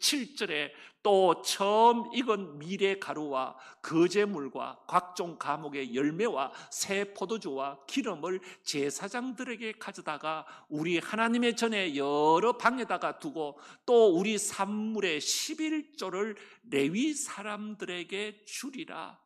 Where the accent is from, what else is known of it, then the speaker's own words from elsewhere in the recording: Seongju, North Gyeongsang, South Korea; moved away; 제 고향이 성주라서 잘 알죠?